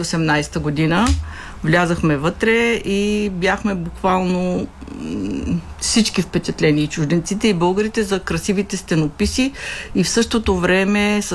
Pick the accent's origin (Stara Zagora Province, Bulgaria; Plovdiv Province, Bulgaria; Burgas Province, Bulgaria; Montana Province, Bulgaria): Montana Province, Bulgaria; Varshets; born there; moved away; аз това разказвам, че съм родена от Вършечко